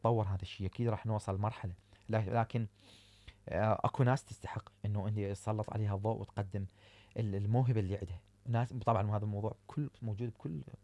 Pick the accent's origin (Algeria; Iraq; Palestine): Iraq